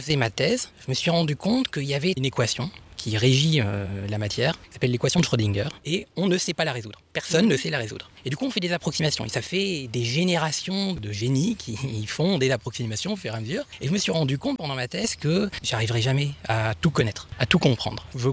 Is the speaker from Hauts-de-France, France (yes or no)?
yes; Béthisy-Saint-Pierre, Hauts-de-France, France; now in Japan; Du coup, moi je suis originaire de Béthisy-Saint-Pierre. Je suis resté ici jusqu'au bac que j'ai eu à Compiègne.